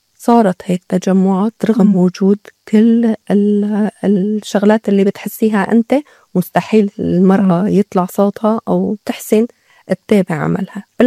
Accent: Syria; نحن عاداتنا وتقاليدنا ما هي هيك كسوريين

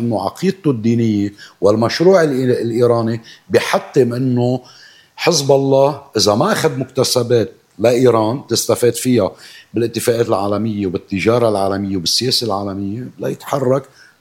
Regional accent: Lebanon; نحن كدولة لبنانية

